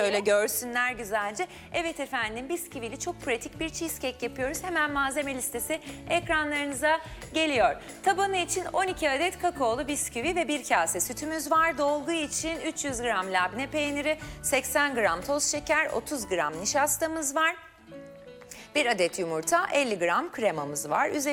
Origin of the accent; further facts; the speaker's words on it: Nazilli, Aydın, Turkey; Orada zaten Ege'liyim, Aydınlıyım evet, biliyorsundur. Nazilliliyim evet. Oralara hakimim yani.